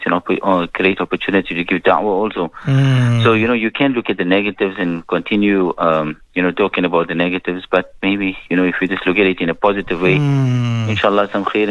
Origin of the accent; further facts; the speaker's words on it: South Africa; born there; I'm born in this country. Our parents are born in this country. Our grandparents are born in this country. It's the only citizenship that we hold. I mean, we are South African.